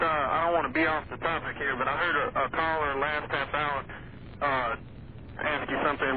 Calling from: Baton Rouge, Louisiana, United States; Baton Rouge, Louisiana.

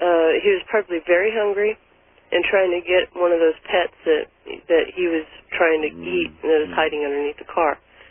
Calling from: Clovis, California, United States; I'm calling from Clovis, California.

